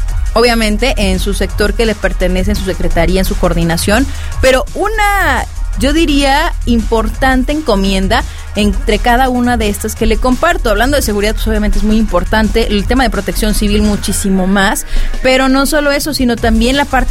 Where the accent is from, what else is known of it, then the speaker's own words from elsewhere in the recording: Mexico; estas celebraciones que disfrutamos como buenos mexicanos que somos